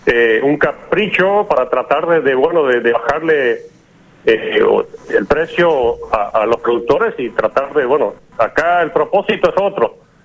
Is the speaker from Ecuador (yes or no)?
no; Aristóbulo del Valle, Misiones, Argentina; Yo soy de Aristóbulo del Valle.